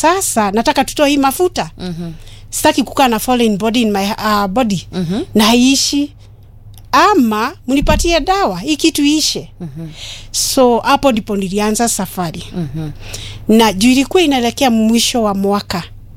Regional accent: Githunguri, Kiambu County, Kenya; born there; mzariwa wa Kiambu, Githunguri, at a small village called Gateiguro, that is in Komothai location. Brought up in a family of 9.

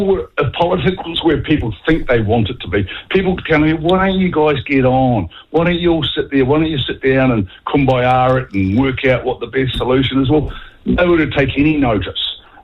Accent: West Coast, New Zealand; now in Wellington, New Zealand; I grew up on the West Coast, as you mentioned, and I used to go hunting and tramping up rivers.

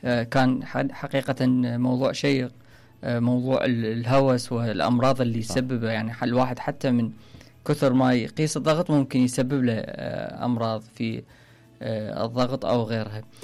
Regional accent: Iraq

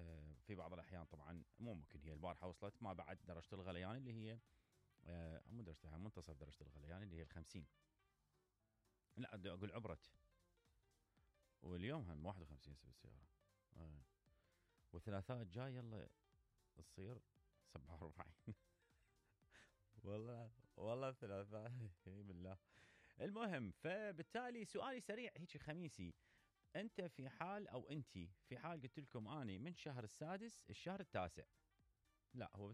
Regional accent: Iraq; كنا إحنا بغداد إحنا سكاننا المواطنين العراقيين الجميلين الرائعين الحلوين

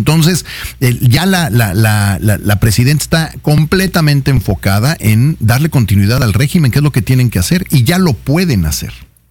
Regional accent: Mexico

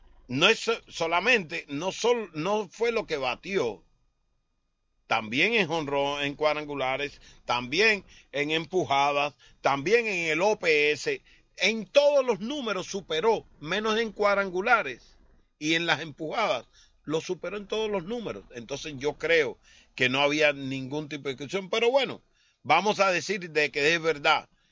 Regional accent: Cuba; now in United States; yo soy americano-cubano.

